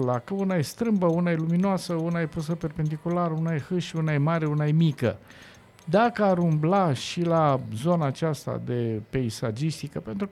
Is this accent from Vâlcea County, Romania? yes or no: no; Constanța, Constanța County, Romania; born there; e zona pietonală a Constanței. Acolo m-am născut, pe lângă Hanul Balcan